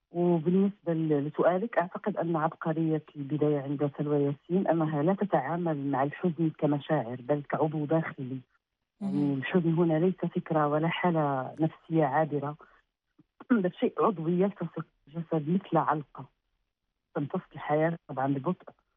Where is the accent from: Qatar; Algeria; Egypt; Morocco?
Morocco; أنا أعتقد أنه في جيناتي نحن مغاربة